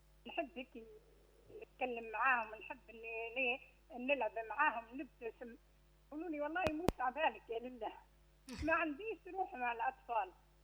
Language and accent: Arabic; Libya